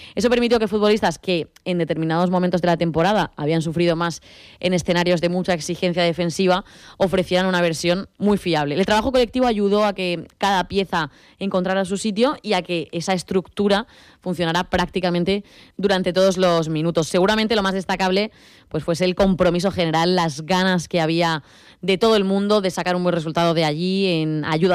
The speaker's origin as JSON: {"language": "Spanish", "region": "Andalusia", "country": "Spain", "said": "ojalá que disfrutemos, pues eso, de que somos andaluces, de que estamos viviendo fútbol"}